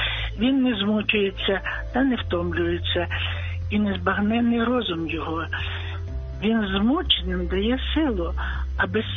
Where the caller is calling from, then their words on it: Volyn Oblast, Ukraine; я з Волині.